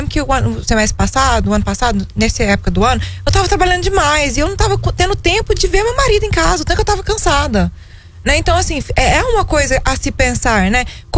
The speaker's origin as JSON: {"language": "Portuguese", "country": "Brazil", "said": "a gente não se adapta como brasileiro"}